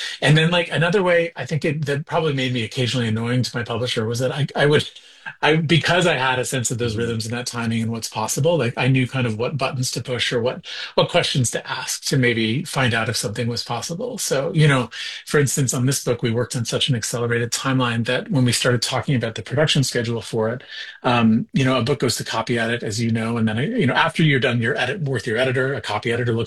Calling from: Nova Scotia, Canada; I'm calling you from Cape Breton today.

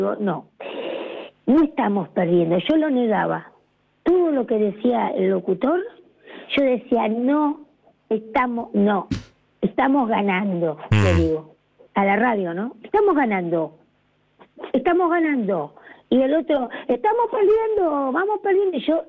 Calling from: Buenos Aires, Argentina; Yo soy de Balvanera.

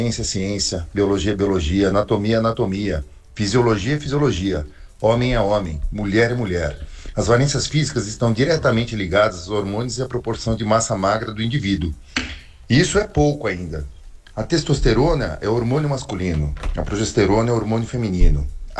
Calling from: Bragança Paulista, São Paulo, Brazil; sou de Bragança Paulista

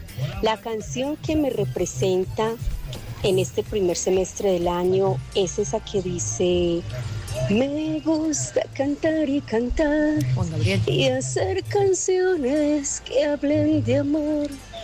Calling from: Itagüí, Antioquia, Colombia; de Itagüí.

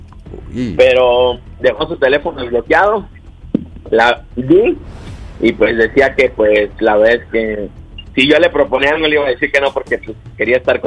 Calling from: Mexico City, Mexico; Tengo 20 años y aquí estoy de la Ciudad de México.

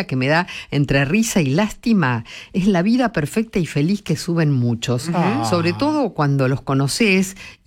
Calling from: Posadas, Misiones, Argentina; de Posadas.

